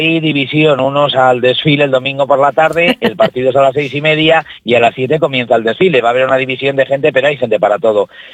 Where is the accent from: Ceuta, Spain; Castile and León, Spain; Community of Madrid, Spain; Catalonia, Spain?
Castile and León, Spain; Miranda de Ebro; y como sanjuanero y mirandés me quedo con ese dato